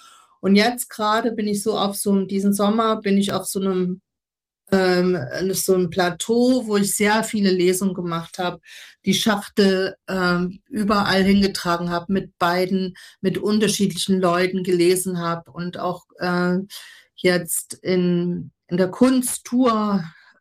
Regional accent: Dresden, Saxony, Germany

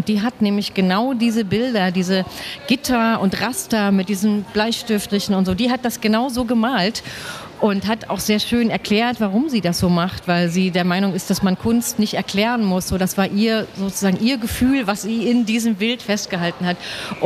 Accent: Halberstadt, Saxony-Anhalt, Germany; wenn ich jetzt sage, das spielt in Leipzig oder in Halberstadt, wo ich herkomme

